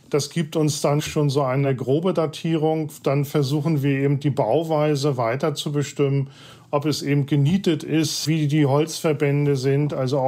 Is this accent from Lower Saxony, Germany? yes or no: no; Mecklenburg-Vorpommern, Germany; Ich bin auf der Insel Rügen aufgewachsen. Und als Junge war ich schon begeisterter Schnorchler und habe dann auch schon erste Wrackreste gefunden.